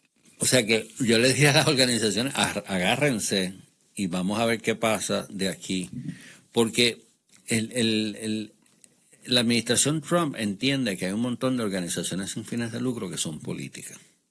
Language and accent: Spanish; Puerto Rico; Mira, yo voy a darle énfasis a que somos puertorriqueños, a que somos hispanos, a que somos minorías